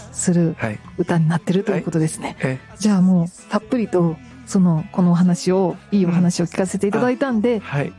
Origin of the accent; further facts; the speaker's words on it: Kagawa, Japan; now in Tokyo, Japan; あの地元の香川県の方では、そうそう、こちらでも東京に出てきた時も猫飼ってたんですけど